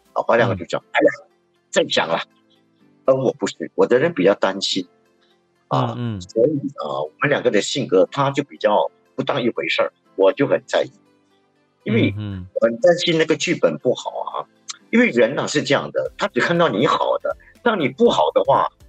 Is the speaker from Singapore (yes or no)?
yes; Singapore; 我们新加坡人吃在富靠达吃东西以后，我们要把那个盘送回去